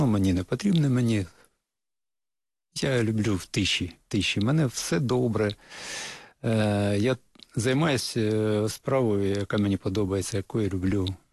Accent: Hrebinky, Kyiv Oblast, Ukraine; born there; Народився під Києвом в Гребінках.

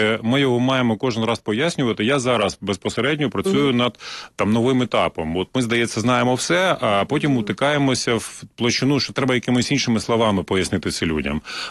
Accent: Luhansk Oblast, Ukraine; я народився і виріс на Донбасі, на Луганщині, і поруч зі мною завжди були або шахтарі, або металурги

